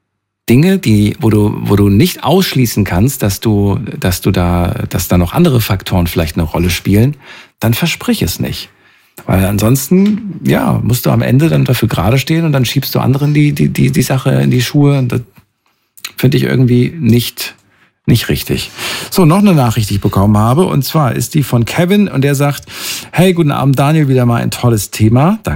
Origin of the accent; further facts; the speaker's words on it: North Rhine-Westphalia, Germany; komme aber auch aus NRW